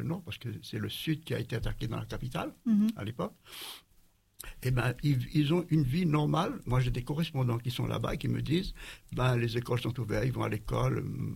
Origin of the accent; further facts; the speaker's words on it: Réunion; Je suis réunionnais.